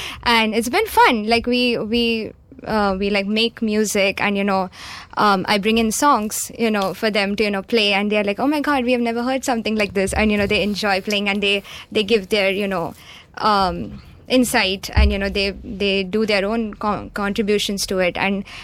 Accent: Mumbai, Maharashtra, India; From India. I grew up in Mumbai

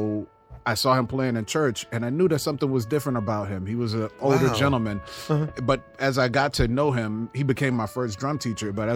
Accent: Houston, Texas, United States; So I'm originally from Houston, Texas.

